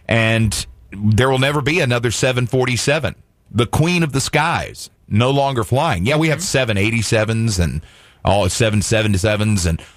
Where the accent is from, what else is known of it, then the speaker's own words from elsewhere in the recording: Mississippi, United States; because where I grew up in Mississippi, you know, there was no internet.